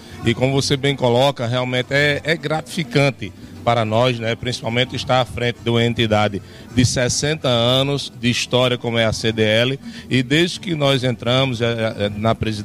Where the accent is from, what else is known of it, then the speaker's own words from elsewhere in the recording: Northeast Brazil, Brazil; essa alegria que nós temos como nordestino